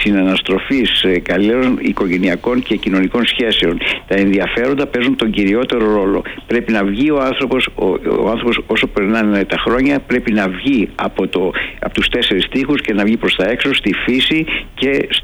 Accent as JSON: {"language": "Greek", "country": "Greece", "said": "μας αφορά εμάς σαν Έλληνες."}